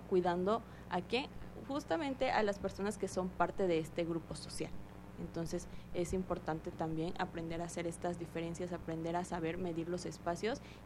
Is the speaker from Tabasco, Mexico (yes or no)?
yes; Tabasco, Mexico; y entonces yo soy tabasqueño, y entonces orgullosos de ser tabasqueños